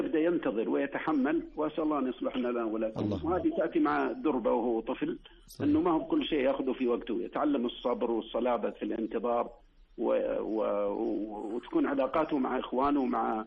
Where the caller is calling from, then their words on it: Bisha, Asir, Saudi Arabia